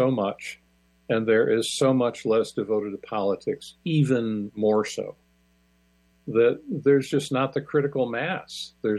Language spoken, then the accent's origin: English; Michigan, United States; moved away; I recently visited my home state of Michigan for a few days